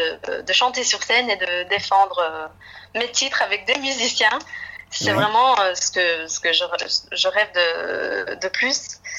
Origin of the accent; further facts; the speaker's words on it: Liège, Wallonia, Belgium; Donc je suis de Liège.